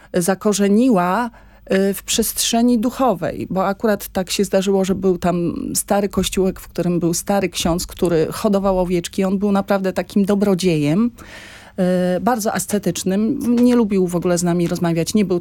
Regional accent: Jankowo, Warmian-Masurian Voivodeship, Poland; also born or lived in Olsztyn; Urodziłam się w Olsztynie, ale wychowałam się i mieszkałam od dziecka w Jankowie, w takiej niedużej miejscowości gminnej koło Olsztyna, 20 kilometrów od Olsztyna

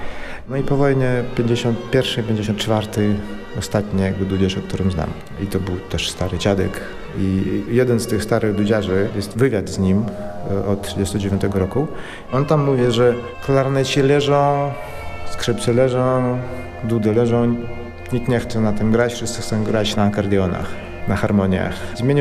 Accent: Belarus; also born or lived in Minsk; now in Gdańsk, Poland; pochodzę oryginalnie z Białorusi. Obecnie mieszkam w Gdańsku

